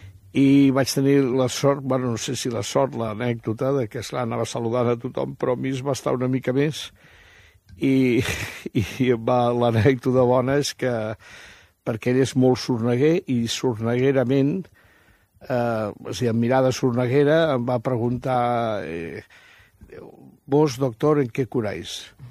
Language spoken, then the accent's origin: Catalan; Barcelona, Catalonia, Spain; com a barceloní